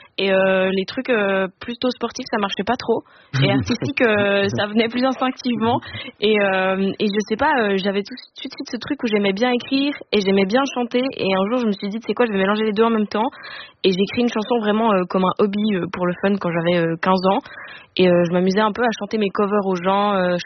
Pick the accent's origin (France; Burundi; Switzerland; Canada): Switzerland; Lausanne, Vaud; je suis de Lausanne, je suis en Suisse